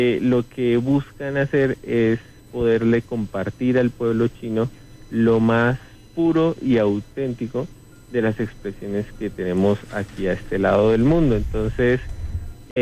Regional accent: Boyacá, Colombia; ser boyacenses y ser músicos carrangueros de Boyacá.

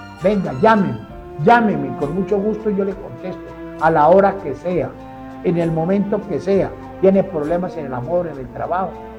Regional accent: Aquitania, Boyacá, Colombia; Yo soy de Aquitania.

